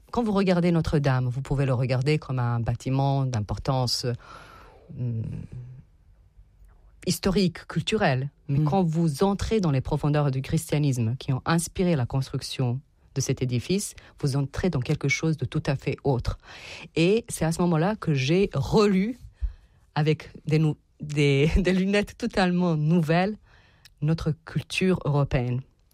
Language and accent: French; Tuzla, Tuzla Canton, Bosnia & Herzegovina; born there; French is a second language; parce que je suis née en Bosnie, c'était encore l'ex-Yougoslavie.